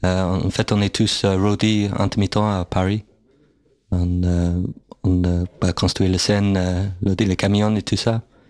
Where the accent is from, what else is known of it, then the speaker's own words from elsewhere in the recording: London, United Kingdom; French is a second language; C'est grandi à quand j'ai grandi à Londres … c'était vraiment la référence